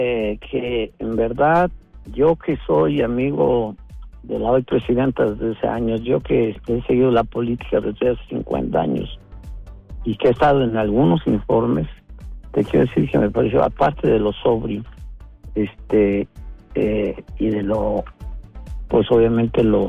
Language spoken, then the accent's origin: Spanish; Mexico; no solo yo como mexicano